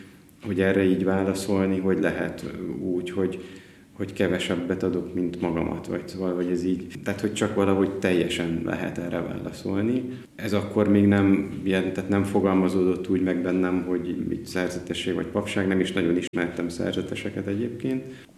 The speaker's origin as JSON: {"language": "Hungarian", "town": "Komló", "region": "Baranya", "country": "Hungary", "tie": "born there", "said": "Én Komlón születtem, ami egy szocialista bányaváros, ugye Baranya megyében."}